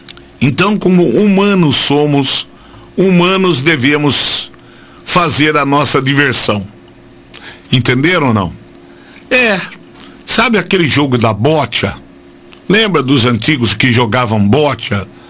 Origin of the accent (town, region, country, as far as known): Brazil